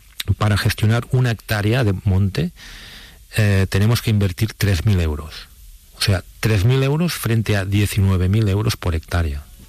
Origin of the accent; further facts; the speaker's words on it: Sant Sadurní d'Anoia, Catalonia, Spain; Yo, por ejemplo, en mi pueblo, es un pueblo que está rodeado de viñedos, San Sadurní de Anoia